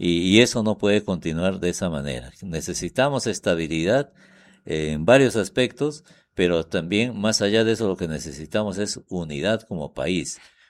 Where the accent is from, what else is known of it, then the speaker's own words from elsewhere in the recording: Peru; pensar como Perú, como peruanos